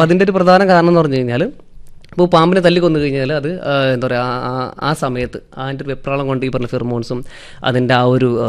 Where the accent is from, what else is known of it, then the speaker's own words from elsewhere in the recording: Thiruvananthapuram, Kerala, India; now in Kannur, India; ഞാൻ ട്രിവാൻഡ്രത്തിലുള്ള ഒരാളാണ്. ഞാൻ തിരുവനന്തപുരംകാരനാണ്, കണ്ണൂർ വന്ന് പെട്ടാണ്.